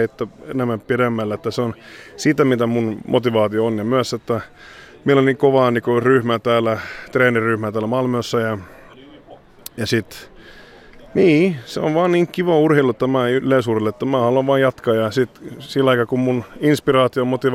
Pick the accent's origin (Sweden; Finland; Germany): Sweden